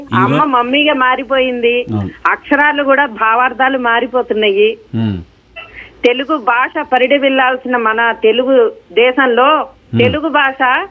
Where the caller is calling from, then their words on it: Nunna, Andhra Pradesh, India; నేను విజయవాడ దగ్గర నున్నగ్రామ నుంచి … మాట్లాడుతున్నానండి.